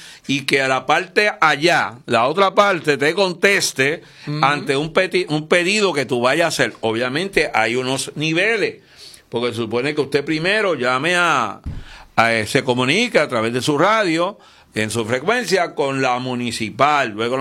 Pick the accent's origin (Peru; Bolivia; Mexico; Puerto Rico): Puerto Rico; Aguada; yo soy de Aguada, acuérdate.